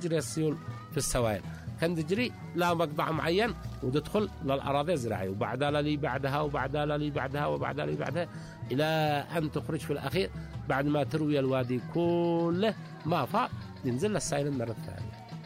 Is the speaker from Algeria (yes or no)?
no; Sanaa, Amanat Al Asimah, Yemen; عندنا في صنعاء